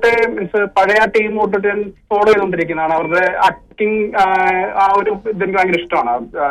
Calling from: Kannur, Kerala, India; ഞങ്ങളുടെ നാട്ടില് പ്രത്യേകിച്ച് കണ്ണൂര്

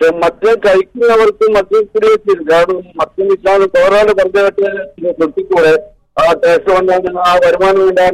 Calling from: Sharjah, United Arab Emirates

